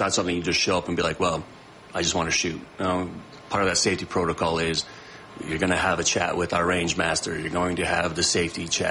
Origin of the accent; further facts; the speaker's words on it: Leadville, Colorado, United States; growing up in Leadville, we have the quick draw competitions.